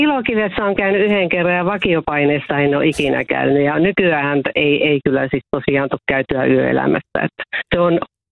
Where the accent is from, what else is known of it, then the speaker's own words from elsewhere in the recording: Jyväskylä, Central Finland, Finland; moved away; Jyväskylässä. Mä oon siellä viettänyt, mä oon syntynyt ja viettänyt siellä nuoruuteni ja osan aikuisuuttakin. Ja tälläkin hetkellä olen täällä Jyväskylässä, mä oon meidän kesäpaikasta täällä.